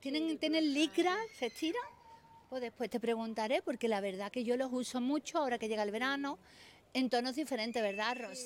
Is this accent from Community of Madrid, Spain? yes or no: no; Seville, Andalusia, Spain; soy de Sevilla Este también. La segunda familia que me encuentro de Sevilla Este.